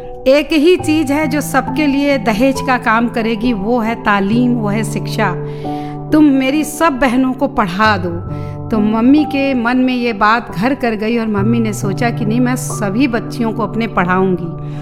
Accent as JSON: {"language": "Hindi", "area": "Bahraich district", "region": "Uttar Pradesh", "country": "India", "tie": "born or raised there", "moved": "yes", "lives_now": "Gonda, India", "said": "मेरे पापा आयुर्वेदिक डॉक्टर थे और मैंने प्राइमरी एजुकेशन से लेकर हाई स्कूल तक का एजुकेशन वहीं से प्राप्त किया है।"}